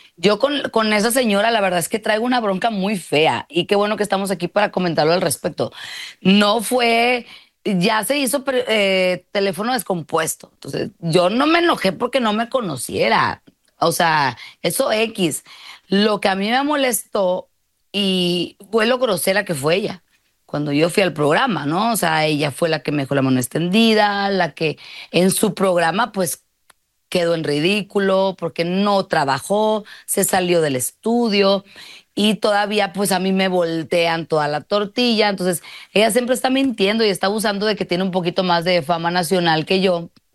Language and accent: Spanish; Monterrey, Nuevo León, Mexico; soy mechita corta, ¿verdad? Porque soy de Monterrey. Por más rehabilitada que esté y por más cristiana que sea, ¿verdad?